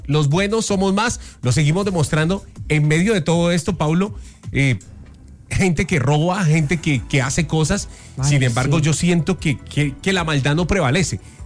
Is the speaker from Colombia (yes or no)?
yes; Colombia; estábamos unidos como colombianos.